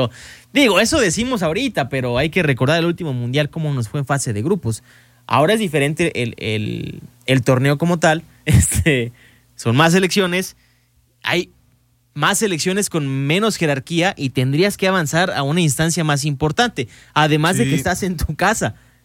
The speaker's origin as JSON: {"language": "Spanish", "country": "Mexico", "said": "como buen mexicano, somos muy entusiastas"}